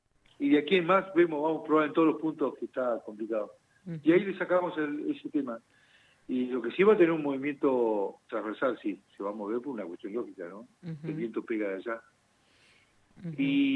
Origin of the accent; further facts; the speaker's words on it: Neuquén, Argentina; Somos todos patagónicos